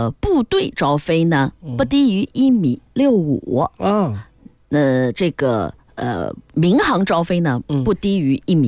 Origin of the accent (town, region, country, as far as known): China